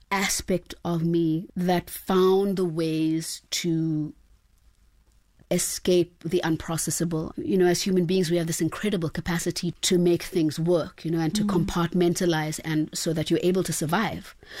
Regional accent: Eastern Cape, South Africa; born or raised there

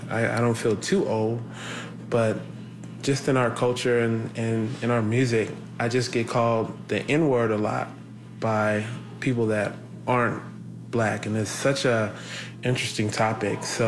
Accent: United States; I've had discrimination from a lot of people, but I think that's just part of being an American

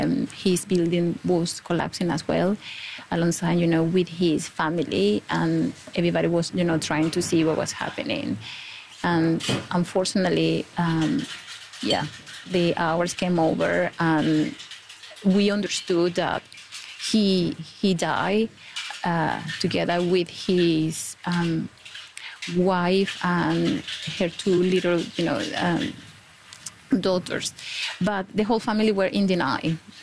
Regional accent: Caracas, Capital District, Venezuela; English is a second language; I'm not from, you know, from the area, I'm from Caracas, but I'm from nearby.

